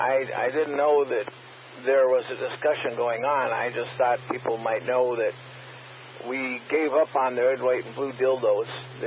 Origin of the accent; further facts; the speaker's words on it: East Coast, United States; And as a kid, I grew up on the East Coast on Army bases.